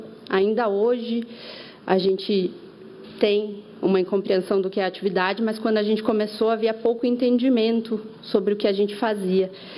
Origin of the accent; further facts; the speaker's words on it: Curitiba, Paraná, Brazil; now in São Paulo, Brazil; eu sou de Curitiba, mas o Estado de São Paulo foi o Estado que me acolheu.